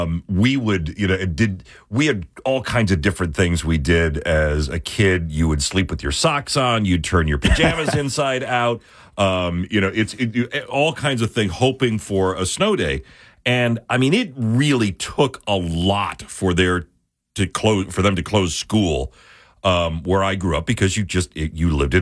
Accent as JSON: {"language": "English", "town": "Springville", "region": "New York", "country": "United States", "tie": "born or raised there", "moved": "yes", "lives_now": "New Jersey, United States", "said": "as a kid growing up outside of Buffalo and living, my town was in a valley. It was Springville, New York. It's in southern Erie County. It's in a valley."}